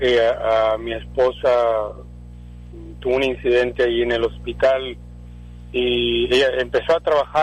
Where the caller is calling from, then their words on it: Los Fresnos, Texas, United States; de Los Fresnos